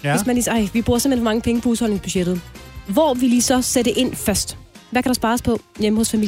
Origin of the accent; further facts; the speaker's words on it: Haderslev, Region of Southern Denmark, Denmark; Jeg er fra Haderslev.